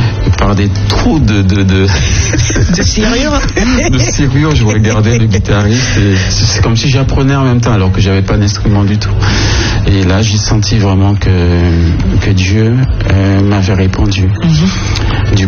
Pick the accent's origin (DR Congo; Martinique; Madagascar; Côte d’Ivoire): Martinique; Fort-de-France; born there; moi j'habite à Fort-de-France, à Sainte-Thérèse